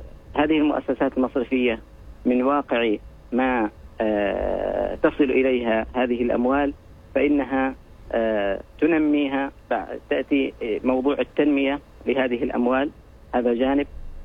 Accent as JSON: {"language": "Arabic", "country": "Oman", "said": "في بلدنا سلطنة عمان"}